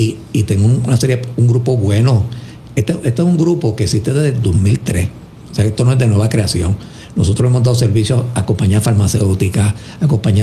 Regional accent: Puerto Rico; todos somos puertorriqueños que estamos ahí, la inmensa mayoría.

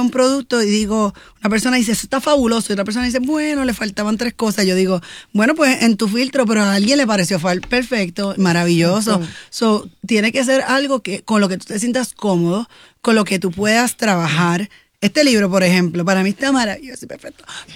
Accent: Puerto Rico; Y somos boricuas

